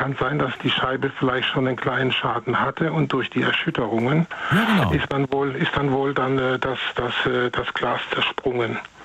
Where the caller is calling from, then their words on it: North Rhine-Westphalia, Germany; aus dem Rhein-Sieg-Kreis.